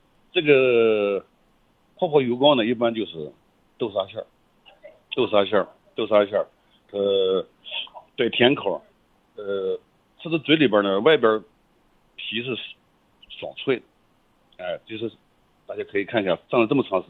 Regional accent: Shanxi, China; 在我们老家话

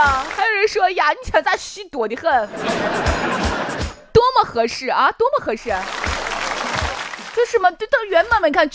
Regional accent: Shaanxi, China; 其实琵琶行用我们陕西方言读其实更好玩

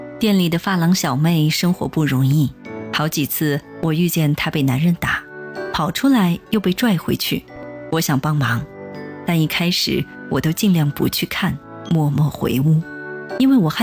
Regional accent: Guiyang, Guizhou, China; 我把她当做了以前在贵阳家中屡屡被打身不由己的自己了。估计听我是外地人口音

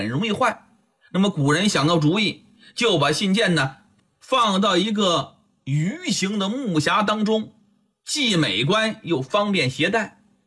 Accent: China

